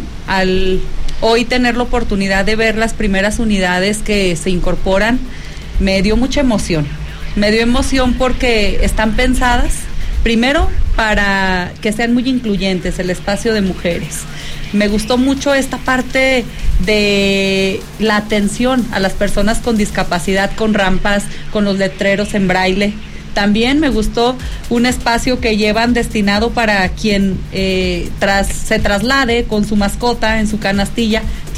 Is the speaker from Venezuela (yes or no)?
no; Fresnillo, Zacatecas, Mexico; Entonces, yo recuerdo cuando yo era estudiante, pues, soy de Fresnillo, allá tienen su casa.